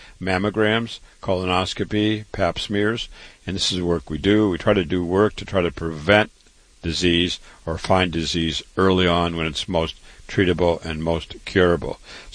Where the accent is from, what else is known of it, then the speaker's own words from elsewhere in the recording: Waterloo, Iowa, United States; Born and raised in Waterloo, as I said, MD at 25, went on to University of Chicago